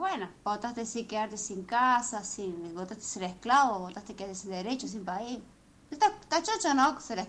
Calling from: Argentina

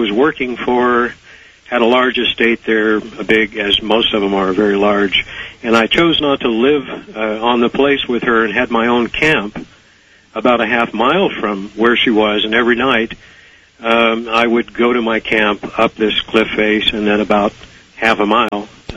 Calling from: California, United States; calling from the Northern Sierra.

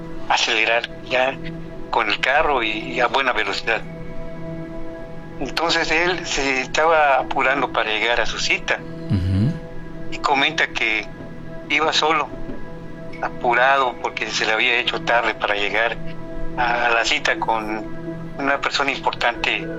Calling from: Comchán, Yucatán, Mexico; de Comchán, Yucatán.

